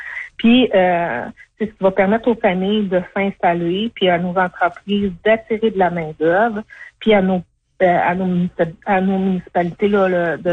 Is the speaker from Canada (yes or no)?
yes; Val-des-Sources, Quebec, Canada; Moi, je suis native de Val-des-Sources. Là, j'y ai passé mon enfance, mon adolescence. J'ai encore de la famille là qui y habite. Donc, c'est quand même un petit coin de pays que je connais un peu.